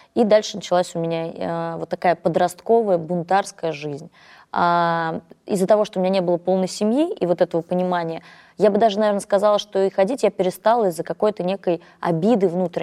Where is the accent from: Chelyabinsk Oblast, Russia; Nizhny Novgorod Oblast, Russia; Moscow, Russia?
Nizhny Novgorod Oblast, Russia; Nizhny Novgorod; А я вообще родилась в Нижнем Новгороде, то есть это Нижегородка, вот.